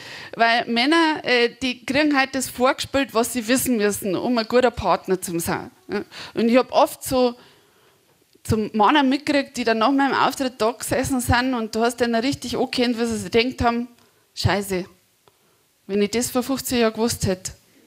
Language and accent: German; Regensburg, Bavaria, Germany; Ich komme aus Regensburg und das ist die Gegend, wo sich der Nebel sammelt im Donautal.